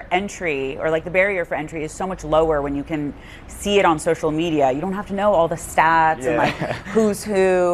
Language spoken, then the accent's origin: English; Boston, Massachusetts, United States; As someone who comes from a city, I'm from Boston